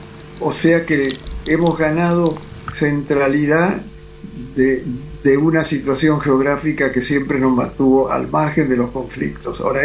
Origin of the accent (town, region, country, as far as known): Argentina